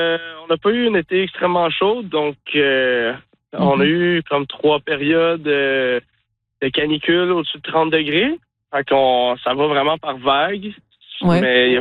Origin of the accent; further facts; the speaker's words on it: Brossard, Quebec, Canada; Puis j'étais proche de Brossard au Québec. Puis on avait une petite carrière. Puis on se faisait des sauts en vélo dans la terre avec des roches et tout. Puis... un jour, on a déménagé à Beaumont.